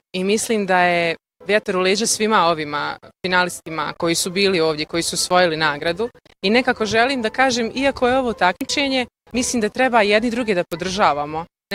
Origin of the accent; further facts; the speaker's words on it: Banja Luka, Republika Srpska, Bosnia & Herzegovina; dolazim iz Banja Luke, imam 21 godinu